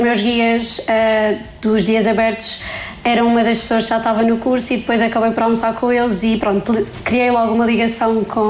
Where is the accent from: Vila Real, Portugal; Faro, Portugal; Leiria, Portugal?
Faro, Portugal; Portimão; Olá, boa tarde … tenho 21 anos, sou de Portimão e estou no terceiro ano da licenciatura em Dietética e Nutrição.